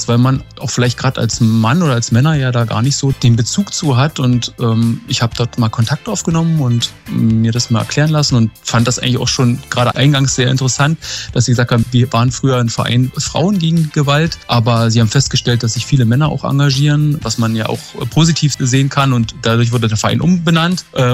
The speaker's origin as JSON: {"language": "German", "town": "Spremberg", "region": "Brandenburg", "country": "Germany", "tie": "born or raised there", "lives_now": "Werder, Germany", "said": "Ich bin gebürtiger Spremberger und Energiefan seit 30 Jahren, aber privat, sag ich mal, in Werder gelandet."}